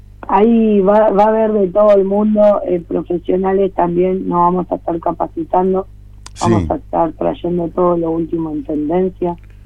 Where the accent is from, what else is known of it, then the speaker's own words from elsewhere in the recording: Rosario, Santa Fe, Argentina; soy la única rosarina, la única santafesina convocada.